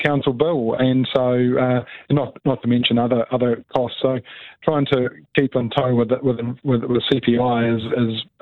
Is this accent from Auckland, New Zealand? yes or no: no; Whanganui, Manawatū-Whanganui, New Zealand; I've never been in local government before, but I was born here in Whanganui. The day Neil Armstrong walked on the moon, actually, brought up on a hill country farm.